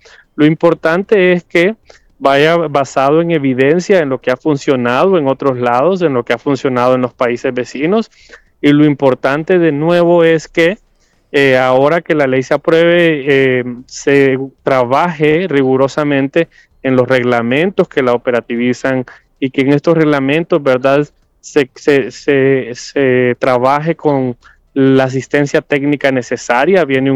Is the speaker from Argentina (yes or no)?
no; Honduras; acá, vaya, como hondureños